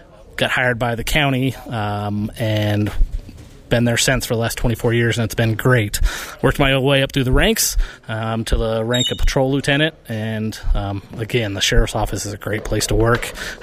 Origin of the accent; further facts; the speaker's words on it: Parachute, Colorado, United States; So I was born and raised in Parachute, Colorado. My mom and dad served on the local fire department there for as long as I can remember.